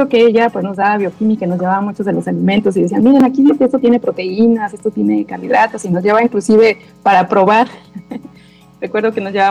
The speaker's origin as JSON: {"language": "Spanish", "town": "Rioverde", "region": "San Luis Potosí", "country": "Mexico", "tie": "born or raised there", "moved": "as an adult", "said": "en el 2018 pues ya regresó a mi tierra natal, a Río Verde, San Luis Potosí"}